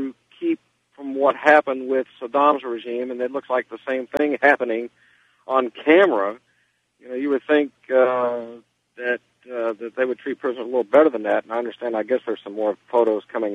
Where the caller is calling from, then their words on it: Memphis, Tennessee, United States; in Memphis.